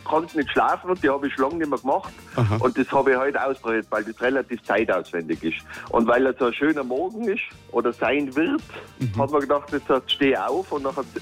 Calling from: Fügen, Tyrol, Austria; Ich bin aus Fügen im Zillertal

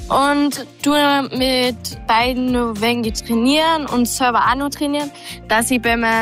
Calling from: Vorstorf, Austria; ich komme aus Vorstorf

